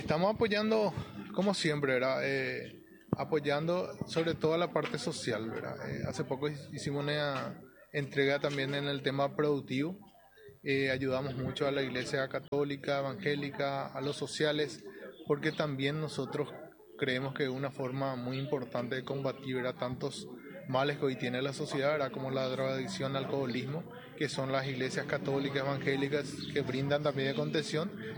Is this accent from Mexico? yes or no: no; Pilar, Ñeembucú, Paraguay; yo soy de Pilar, mi familia es de Pilar